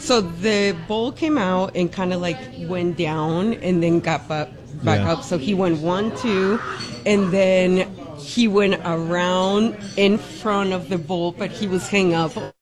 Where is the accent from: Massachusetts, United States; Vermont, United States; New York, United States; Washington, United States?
Washington, United States; Toppenish; From Toppenish, Washington.